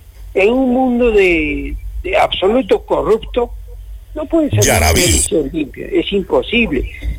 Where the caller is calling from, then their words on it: Peru; nosotros como peruanos